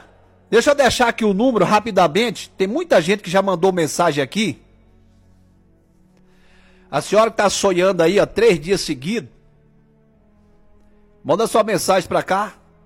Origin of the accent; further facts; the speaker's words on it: Tocantins, Brazil; eu sou do norte, lá do Tocantins, né? E tem muito dizer do norte diferente.